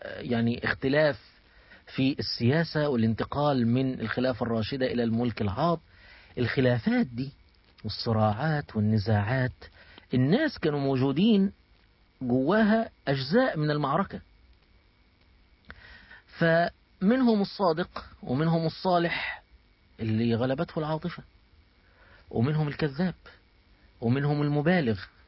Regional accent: Egypt; يعني أنا كمصري بالتأكيد لا يمكن

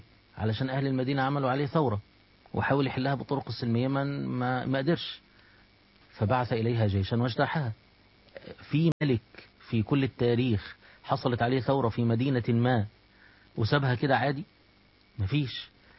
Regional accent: Egypt; باعتباري مصري

